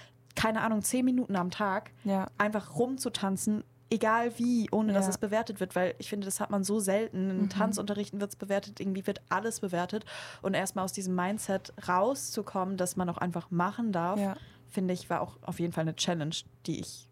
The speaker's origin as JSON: {"language": "German", "region": "Lower Saxony", "country": "Germany", "said": "Ich komme ja auch aus der Nähe von Oldenburg."}